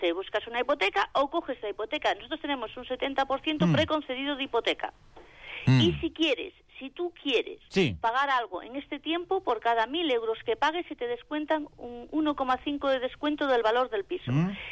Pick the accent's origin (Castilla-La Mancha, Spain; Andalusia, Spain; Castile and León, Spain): Castilla-La Mancha, Spain; Ciudad Real; Vamos, yo soy de Ciudad Real, por ejemplo